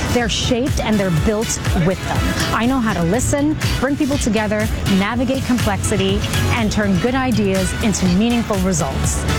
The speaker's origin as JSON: {"language": "English", "town": "Toronto", "region": "Ontario", "country": "Canada", "tie": "born or raised there", "said": "I grew up in Regent Park in the 80s and the 90s and have called Toronto's West End my home for over 30 years."}